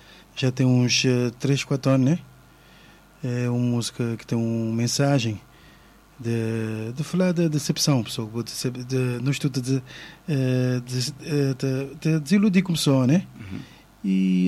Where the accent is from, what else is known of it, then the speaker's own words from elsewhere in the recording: Mindelo, São Vicente, Cape Verde; born there; Nasci na São Vicente de Mindel.